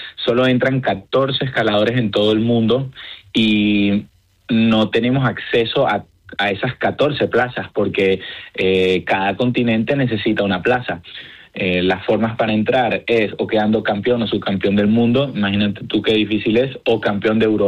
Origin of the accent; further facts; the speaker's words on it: Caracas, Capital District, Venezuela; born there; Vale, bueno, primero quisiera aclarar que aunque soy, o sea, que nací en Caracas, soy español de origen.